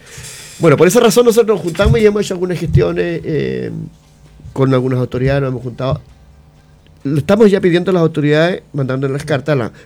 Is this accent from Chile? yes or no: yes; Osorno, Los Lagos, Chile; now in Llanquihue, Chile; Bueno, mira, yo nací en Osorno, soy osornino.